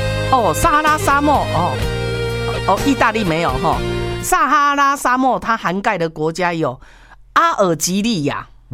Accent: Taiwan; 现在摩洛哥我们台湾人去不了了哦。

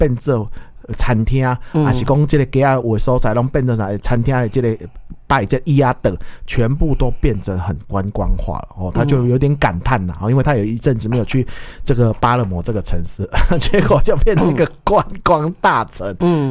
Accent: Taiwan

